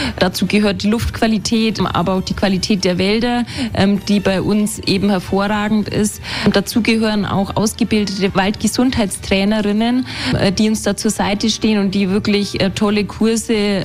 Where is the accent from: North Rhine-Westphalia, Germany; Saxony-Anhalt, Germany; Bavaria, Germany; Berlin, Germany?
Bavaria, Germany; Treuchtlingen; also born or lived in Augsburg / Munich; ich bin tatsächlich selbst in Treuchtlingen geboren. Allerdings war ich zwischendurch schon mal ein bisschen in Augsburg und in München unterwegs, hat mir aber nicht so gut wie Treuchtlingen gefallen. Dann bin ich wieder zurück in die Heimat und fühle mich hier im Naturpark Altmühltal pudelwohl